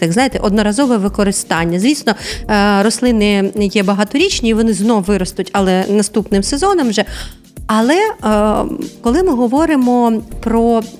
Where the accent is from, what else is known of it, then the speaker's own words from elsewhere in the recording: Odesa, Odesa Oblast, Ukraine; ми, одесити